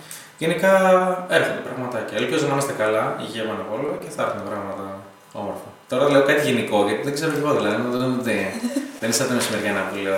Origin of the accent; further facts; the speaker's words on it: Ioannina, Epirus, Greece; Εγώ γενικά γεννήθηκα και μεγάλωσα στην Ήπειρο, στα Γιάννενα.